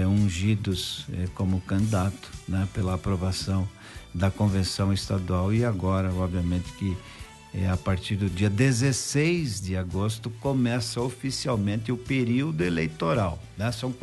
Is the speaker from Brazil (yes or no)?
yes; São Lourenço do Oeste, Santa Catarina, Brazil; São Lourenço do Oeste, que é a minha terra